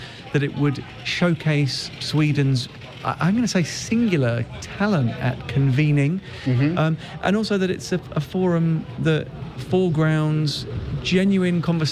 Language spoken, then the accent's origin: English; England, United Kingdom; I'm English, after all.